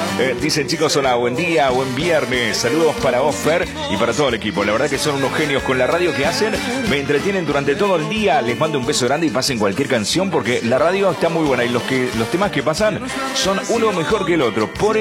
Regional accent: Villa María, Córdoba, Argentina; soy de Villa María, Córdoba.

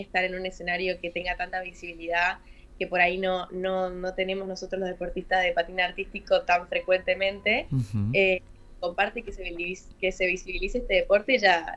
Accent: Posadas, Misiones, Argentina; moved away as an adult; now in Buenos Aires, Argentina; Yo soy de Posadas y ahora, bueno, estoy viviendo en Buenos Aires. A partir del año pasado me mudé sola para acá

